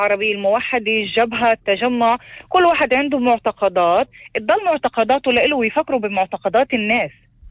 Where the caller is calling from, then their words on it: Northern District, Israel; بتحكي معك مستمعة من الشمال.